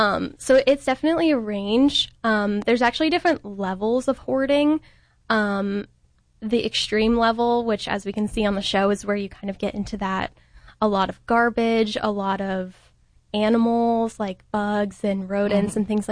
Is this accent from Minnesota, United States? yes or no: no; Cincinnati, Ohio, United States; moved away as an adult; now in Columbus, United States; So I grew up in Cincinnati. So my family is there. I go and visit them pretty often and they come up and visit me. So happy to have them relatively close by. I live in Columbus, just east of downtown, Old Town East area.